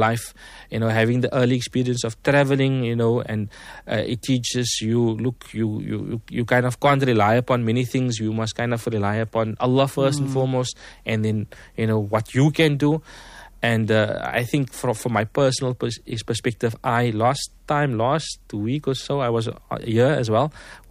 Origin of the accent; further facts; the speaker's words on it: Cape Town, Western Cape, South Africa; I grew up in Lavendale.